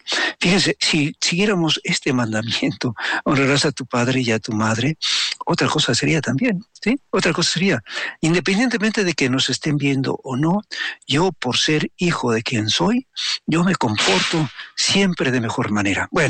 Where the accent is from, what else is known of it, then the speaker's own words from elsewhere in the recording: Mexico; que nos haga ver que somos mexicanos.